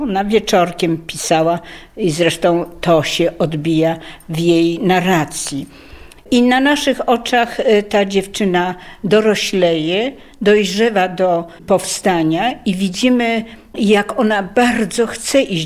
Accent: Kuyavian-Pomeranian Voivodeship, Poland; now in Komorów, Poland; ja jestem z głębi Polski, jestem z Kujaw, z Pomorza

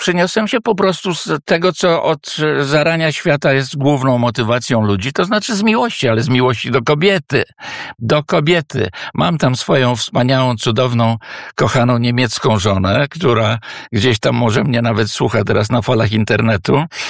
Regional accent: Warsaw, Masovian Voivodeship, Poland; moved away as an adult; now in Germany; jestem warszawiak, urodzony w Warszawie i w Warszawie przeżyłem 64 lata

